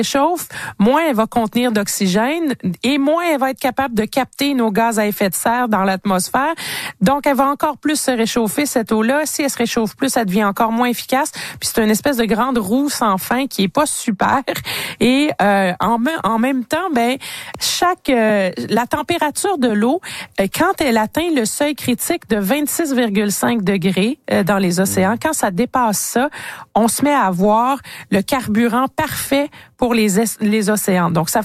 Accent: Canada; Ben, ici chez nous au Canada, on a Uranos

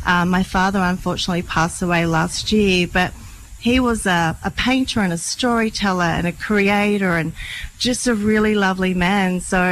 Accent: Canberra, Australian Capital Territory, Australia; born there; moved away as an adult; also born or lived in Sydney (Gadigal country) / Japan; So I grew up in Canberra, Ngunnawal country.

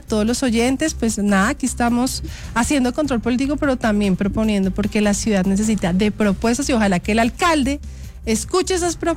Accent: Bogotá, Colombia; porque somos los bogotanos con nuestros impuestos los que tenemos que salir a mirar cómo pagamos el déficit que hoy tiene Transmilenio.

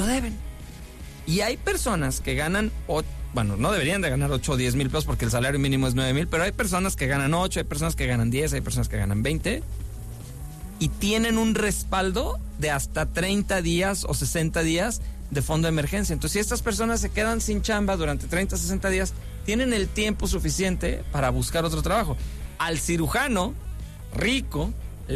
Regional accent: Guadalajara, Jalisco, Mexico; now in Culiacán, Mexico; Yo soy de Guadalajara, pero me fui a Culiacán porque eso, había bonanza, estaba todo muy chido.

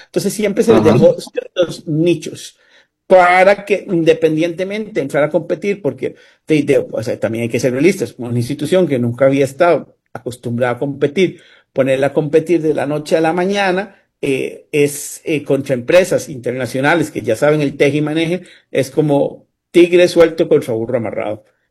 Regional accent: Costa Rica; Eso para mí es muy preocupante como ciudadano costarricense

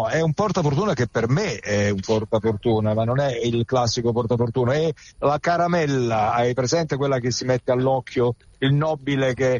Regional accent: Naples, Campania, Italy; accent: Neapolitan; also born or lived in Castellammare di Stabia; io sono nato a Château-sur-la-Mer, a Castellammare di Stabia.

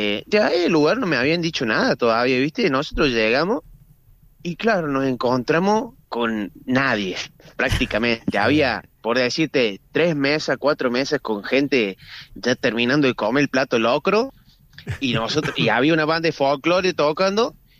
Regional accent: Alta Gracia, Córdoba, Argentina; nosotros somos de Altagracia, está a 40 minutos de acá

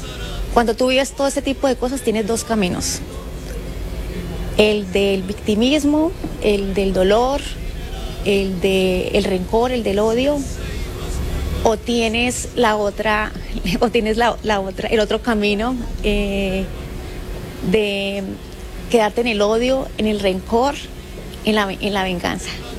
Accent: Tolima, Colombia; born there; now in Santander, Colombia; Yo soy tolimense de nacimiento, pero soy santandereana de convicción y de elección.

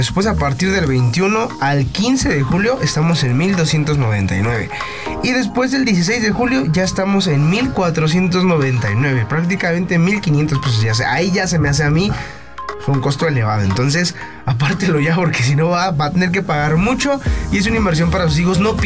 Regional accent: Mexico; Obviamente, pues porque somos mexicanos.

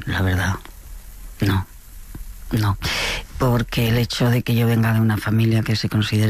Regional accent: Barcelona, Catalonia, Spain; Uy, imagínate que yo soy de Barcelona y el primer acuario de España lo fundó mi abuelo.

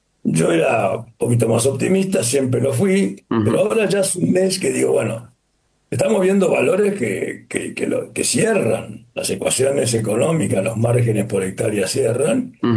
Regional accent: Australia; Spanish is a second language; Para el resto del mundo, yo vengo de Australia, para los australianos el niño es un drama

